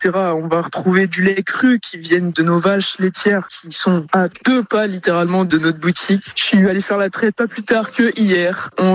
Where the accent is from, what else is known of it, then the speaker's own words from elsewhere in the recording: Brittany, France; Je suis un breton qui aime le fromage et le pain.